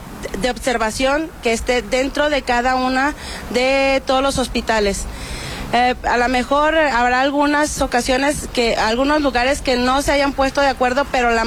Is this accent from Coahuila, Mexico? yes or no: yes; Torreón, Coahuila, Mexico; yo soy de Torreón, Coahuila, y decidí quedarme todavía